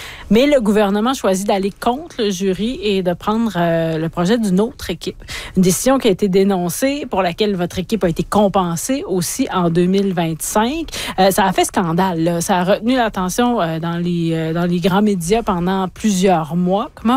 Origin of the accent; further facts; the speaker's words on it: Alma, Quebec, Canada; moi, comme almatoise